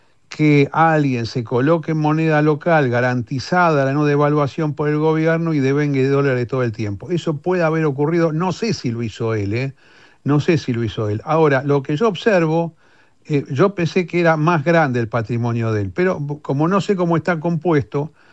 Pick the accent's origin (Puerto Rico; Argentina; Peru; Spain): Argentina; now in China; soy probablemente el argentino más opositor a Caputo en materia de política económica